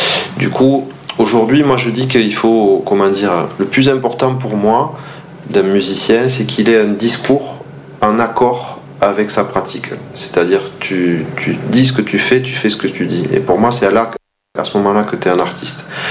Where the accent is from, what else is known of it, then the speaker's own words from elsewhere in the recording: Toulouse, Occitanie, France; born there; Moi, je suis né à Toulouse, dans une famille d'Espagnols